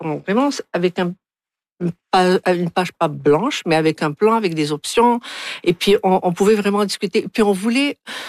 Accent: Algiers, Algiers Province, Algeria; Et donc, moi, je suis vraiment native d'Alger.

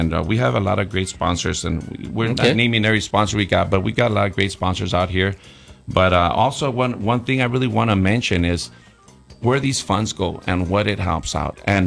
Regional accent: Texas, United States; We're familia from Texas, and it's just a shortcut for saying Texas.

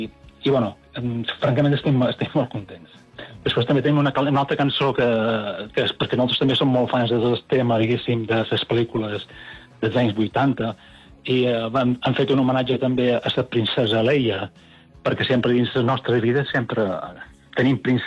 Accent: Menorca, Balearic Islands, Spain; estem aquí fincats a Menorca, som menorquins

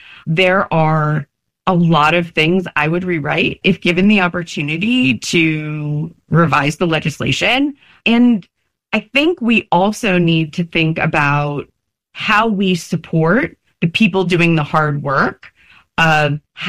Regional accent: New Jersey, United States; born or raised there

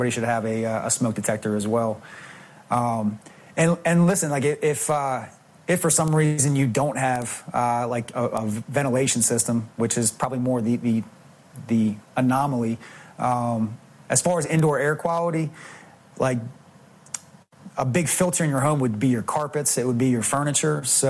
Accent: Philadelphia, Pennsylvania, United States; now in Dublin, Ohio, United States; I am from the Philadelphia area. Currently, I'm in Dublin, Ohio.

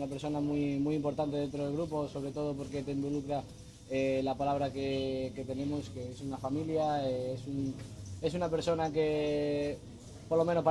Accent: Spain; me estuve bañando cuando ganamos el Mundial en la plaza de España de mi pueblo

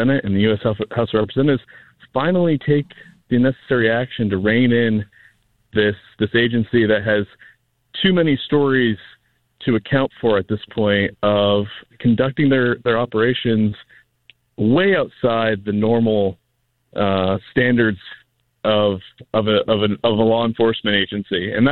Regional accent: Biddeford, Maine, United States; here in my hometown, in the district that I represent

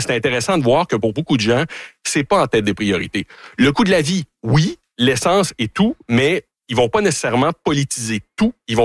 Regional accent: Canada; Ben, c'est drôle, mais quand on dit qu'on est Canadien

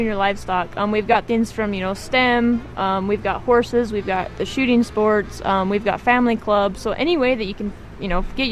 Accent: Woodruff, Utah, United States; moved away as an adult; now in Coalville, United States; I'm the 4-H coordinator here in Summit County. I've been here about 3 years. I grew up over in Woodruff, Utah, so Rich County, not too far away. Grew up on my family's cow-calf ranch.

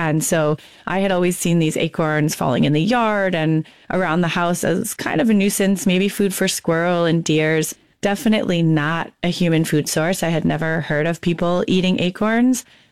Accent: Maine, United States; So I grew up in Maine with two parents who were bird watchers. And we spent a lot of time traveling around the state of Maine

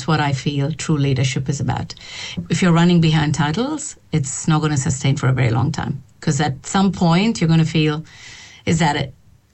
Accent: Australia; ethnicity, but having lived my life pretty much in Australia, I carry a mix of my own ethnicity as well as being an Australian.

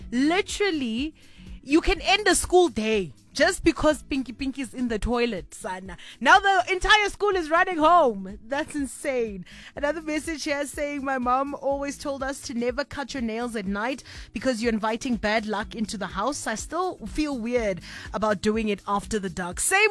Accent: South Africa; being a South African

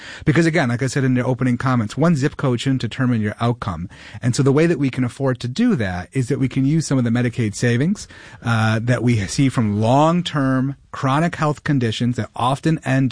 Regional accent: Rochester, New York, United States; Well, listen, I was raised in Rochester, grew up here in the city, single mom who raised me and put me through the Rochester City School District

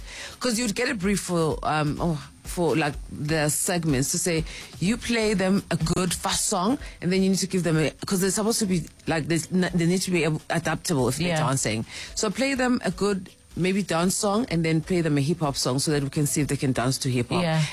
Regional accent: KwaZulu-Natal, South Africa; moved away as an adult; now in Johannesburg, South Africa; I came back to Joburg, because I'm from Natal, came back to Joburg to study at UJ.

